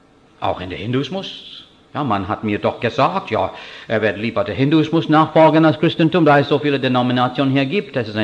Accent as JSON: {"language": "German", "country": "India", "second_language": "German", "moved": "yes", "said": "Meiner Meinung nach als Inder"}